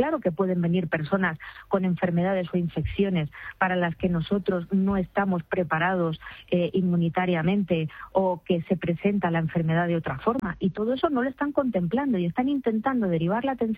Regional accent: Spain; como española y como médico

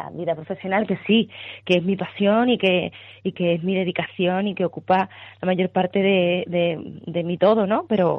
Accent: Coria, Andalusia, Spain; Al final donde más a gusto estoy del mundo es en Coria o en Sevilla, porque es mi tierra, porque la gente allá me conoce

